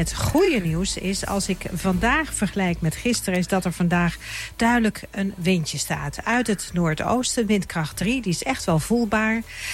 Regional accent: Overijssel, Netherlands; En doe het vooral, ik kom uit Twente, Ronald, hennig aan.

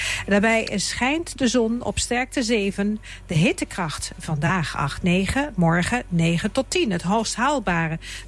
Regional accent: Overijssel, Netherlands; En doe het vooral, ik kom uit Twente, Ronald, hennig aan.

